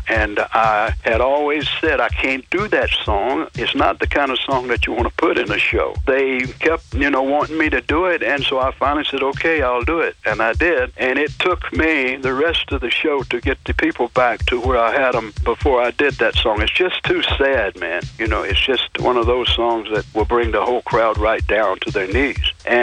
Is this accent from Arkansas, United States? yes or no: no; Mobile, Alabama, United States; The solo album came about because I am from Mobile, so I knew country music